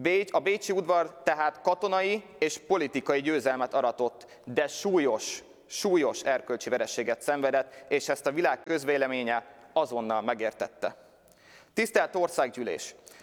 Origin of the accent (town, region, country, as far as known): Hungary